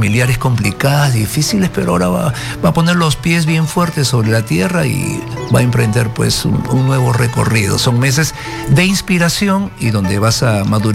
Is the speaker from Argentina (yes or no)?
no; China; Para nosotros los chinos